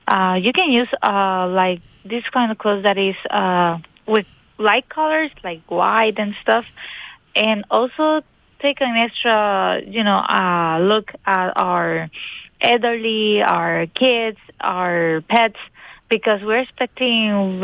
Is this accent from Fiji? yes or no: no; Peñuelas, Puerto Rico; also born or lived in Ponce; I was born in Ponce and lived all my life in Peñuela.